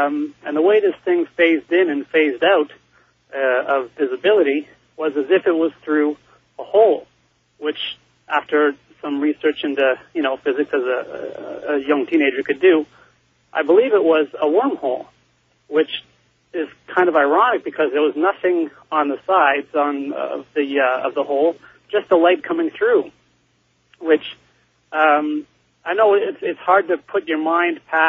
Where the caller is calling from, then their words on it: Toronto, Ontario, Canada; I'm calling from Toronto.